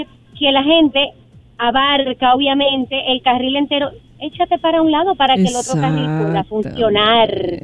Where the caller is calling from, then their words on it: Dominican Republic